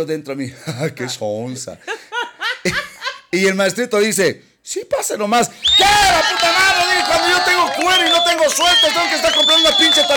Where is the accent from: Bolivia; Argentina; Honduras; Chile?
Bolivia; ¡De bronca, hermana querida! Así somos los bolivianos.